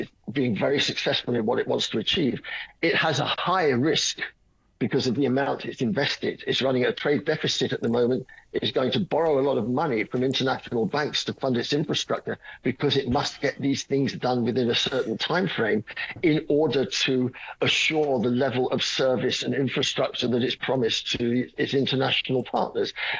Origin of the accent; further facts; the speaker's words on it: England, United Kingdom; except, I have to say, as an Englishman, what I would call tea.